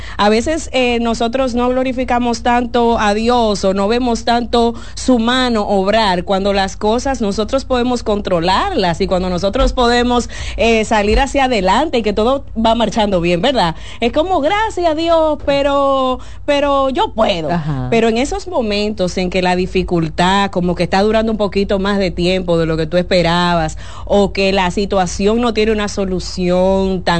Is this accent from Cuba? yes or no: no; Dominican Republic; now in Tampa, United States; Feliz de estar en mi país, pero muy feliz. Afuera. Sí, en la Florida, en Tampa.